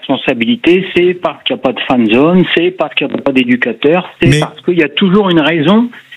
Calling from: Hauts-de-France, France; par chez nous, dans le Pas-de-Calais

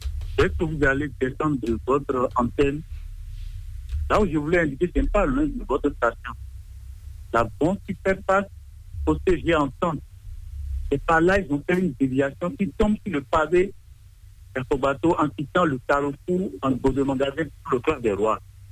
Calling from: Benin; On aime notre pays, le Bénin. Alors, nous sommes béninois, nous sommes plus béninois, et nous sommes fiers d'être béninois.

